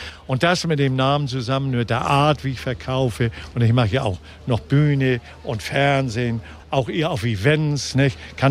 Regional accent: Hamburg, Germany; Mein Urgroßvater, Großvater und Vater, alle in Hamburg geboren. Also ich bin waschechter Hamburger.

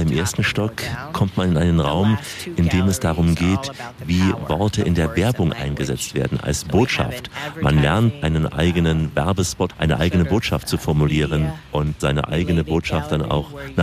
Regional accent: Germany; Wie ist das Bild von uns Deutschen hier in Amerika?

